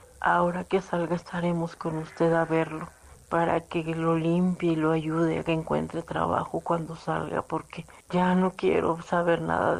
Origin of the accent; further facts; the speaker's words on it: Mexico City, Mexico; nosotros somos de aquí de la Ciudad de México